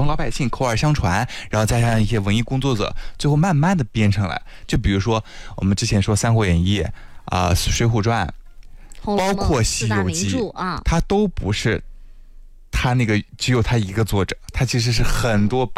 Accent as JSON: {"language": "Chinese", "country": "China", "said": "我们中国人"}